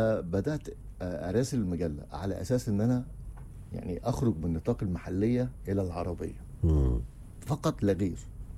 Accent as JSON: {"language": "Arabic", "region": "Dakahlia", "country": "Egypt", "also_born_or_lived": "Mansoura"}